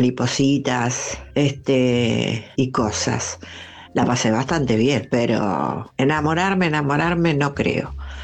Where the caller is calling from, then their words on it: Ituzaingó, Buenos Aires Province, Argentina; soy de Ituzaingó.